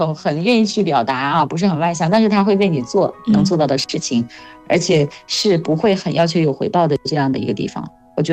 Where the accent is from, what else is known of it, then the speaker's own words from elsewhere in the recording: Hunan, China; also born or lived in Northeast China; now in Hainan, China; 因为我是从湖南过来的嘛，读书又在东北，冬天是真的非常的冷